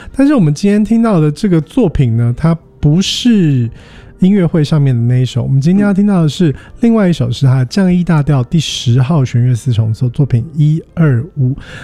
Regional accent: Taiwan; 那我们台湾人出国要带什么？

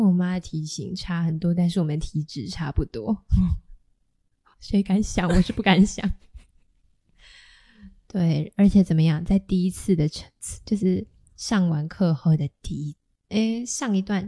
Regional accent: Tainan, Taiwan; 因为我们就是台南人

